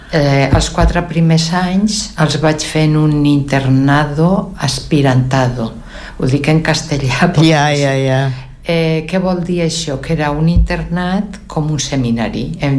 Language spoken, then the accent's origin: Catalan; Madrid de las Caderechas, Castile and León, Spain; born there; moved away; El meu poble es diu Madrid de les Caderetxes.